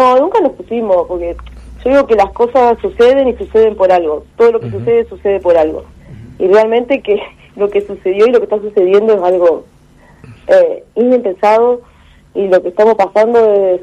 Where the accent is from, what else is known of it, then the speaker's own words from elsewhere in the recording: Santa Fe, Argentina; somos de Santa Fe